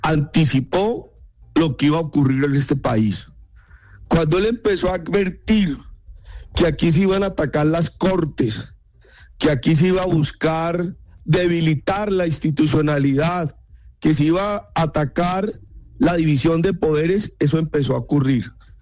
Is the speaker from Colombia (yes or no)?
yes; Colombia; agradezco como militante de Cambio Radical, como colombiano, este especial.